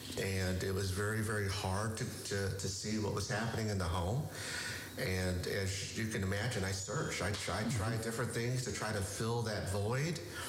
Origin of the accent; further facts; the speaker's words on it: San Diego, California, United States; Okay, I grew up in San Diego, right there on the coast, a little area of San Diego called Tierra Santa.